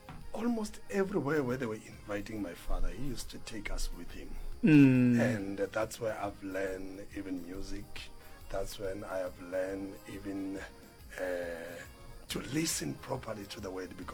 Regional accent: Bushbuckridge, Mpumalanga, South Africa; now in Lydenburg, South Africa; I was born and bred in Bushbuck Ridge in a small village called Kildare Shimungwa area Kamalamole. Then recently I'm based at Lydenburg.

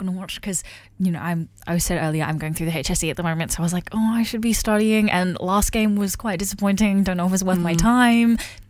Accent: England, United Kingdom; born there; Yeah, I was born in England.

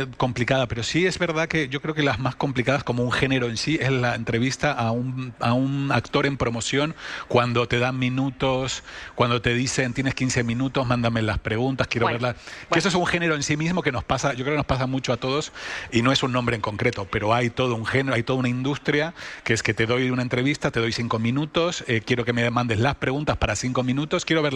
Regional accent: Argentina; now in Spain; Bueno, yo como argentino

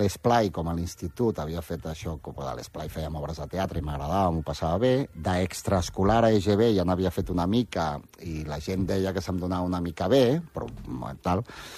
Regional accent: Barcelona, Catalonia, Spain; also born or lived in Figueres; M'he criat a Barna, sí, sí.

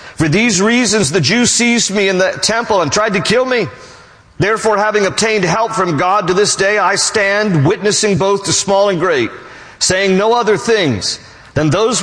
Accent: West Virginia, United States; You know, look, you know, I'm from West Virginia. I can make fun of my people, ladies and gentlemen. Webster County, West Virginia. I own it.

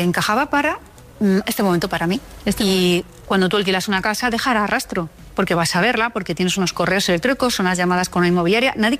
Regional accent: Madrid, Community of Madrid, Spain; que es una inmobiliaria que, como cualquier madrileño, he buscado por internet.

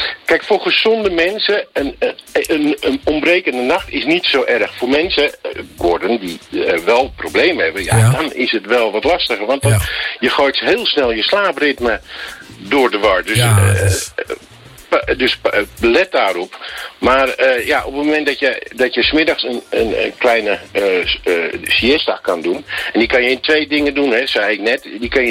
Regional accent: Amsterdam, North Holland, Netherlands; wij komen uit Amsterdam.

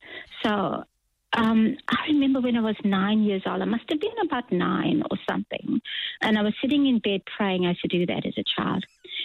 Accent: Durban, KwaZulu-Natal, South Africa; I was born in Durban in 1958, and that's where I was raised

